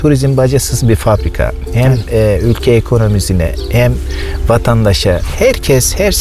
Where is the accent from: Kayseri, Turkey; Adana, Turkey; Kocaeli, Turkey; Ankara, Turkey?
Kayseri, Turkey; Soğanlıyı seviyoruz. Soğanlıya hayranız. Yani çocukluğumuz burada geçti. Köyümüzün hastasıyız.